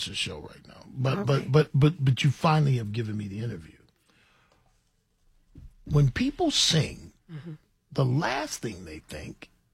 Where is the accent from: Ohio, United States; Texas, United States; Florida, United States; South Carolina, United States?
Ohio, United States; So I'm from Ohio.